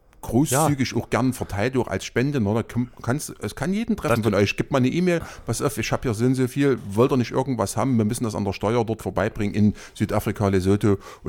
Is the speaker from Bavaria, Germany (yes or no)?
no; Saxony-Anhalt, Germany; accent: Saxon; Ich komme ja aus Sachsen-Anhalt.